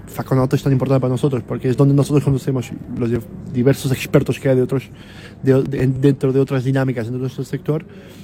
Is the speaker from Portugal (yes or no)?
yes; Portugal; moved away as an adult; also born or lived in Madrid, Spain; yo soy portugués, pero he vivido 10 años en Madrid